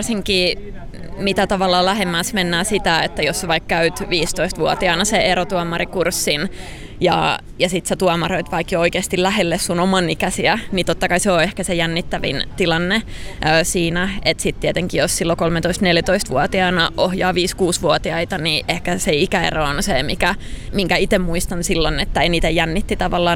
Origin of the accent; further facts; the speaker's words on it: Salo, Southwest Finland, Finland; Mä oon Salosta kotoisin